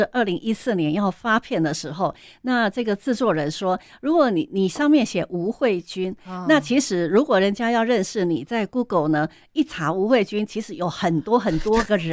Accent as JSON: {"language": "Chinese", "country": "Taiwan", "first_language": "Taiwanese Hokkien", "second_language": "Chinese", "said": "那因为台语是我的母语"}